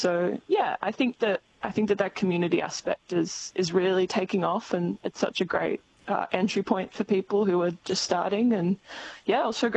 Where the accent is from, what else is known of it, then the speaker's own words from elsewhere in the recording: Beechworth, Victoria, Australia; I grew up in Beechworth in the bush, so that made it pretty easy having so many amazing birds in the backyard.